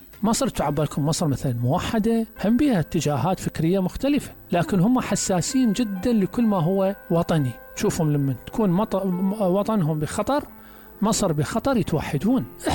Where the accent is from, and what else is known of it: Iraq